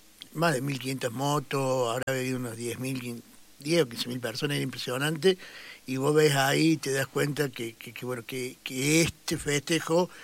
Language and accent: Spanish; Argentina; si bien somos argentinos